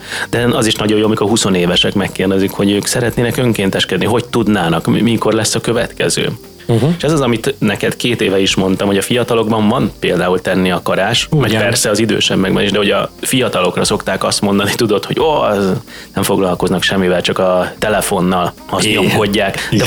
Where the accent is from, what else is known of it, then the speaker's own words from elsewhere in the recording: Cegléd, Pest, Hungary; hiszen én ceglédi vagyok.